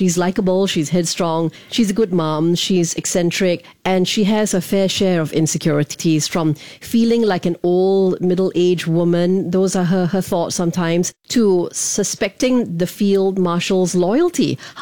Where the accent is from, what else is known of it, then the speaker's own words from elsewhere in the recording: Singapore; I mean, as a Singaporean, I'm pretty sure because I am in this industry, it's not difficult for me to pronounce.